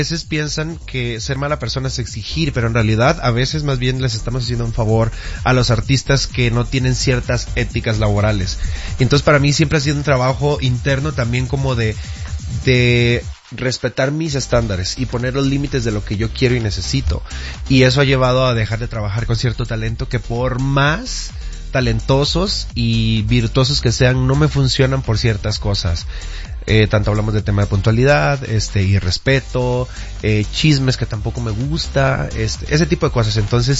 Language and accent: Spanish; Costa Rica; moved away as an adult; now in Mexico City, Mexico; yo vine, soy de Costa Rica.